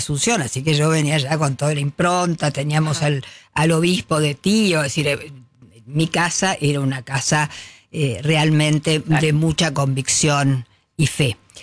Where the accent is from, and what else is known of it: Argentina